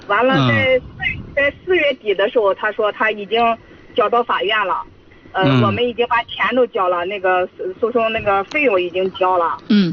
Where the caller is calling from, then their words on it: Yuncheng, Shanxi, China; 咱们运城的。